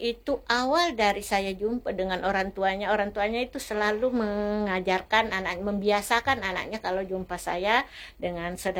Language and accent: Indonesian; Bone, South Sulawesi, Indonesia; Kalau kita orang Bone